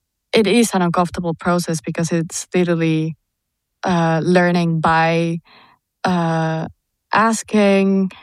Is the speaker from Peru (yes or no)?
yes; Lima, Peru; I would say people in Lima, maybe we tend to express ourselves softly